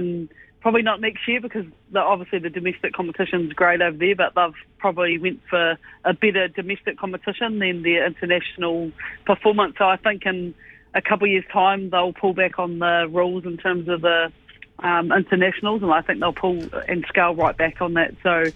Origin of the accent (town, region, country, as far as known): New Zealand